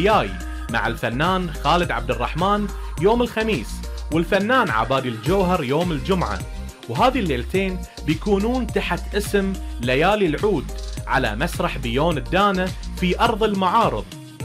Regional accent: Bahrain

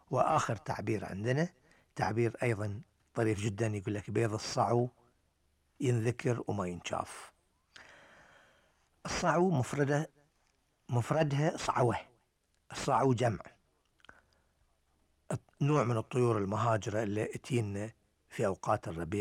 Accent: Bahrain; عندنا في البحرين

